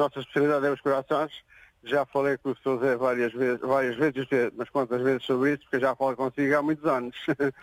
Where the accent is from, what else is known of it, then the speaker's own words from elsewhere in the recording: Aljezur, Algarve, Portugal; born there; now in Lagos, Portugal; Sou de Algesur, mas estou em Lagos há 51 anos.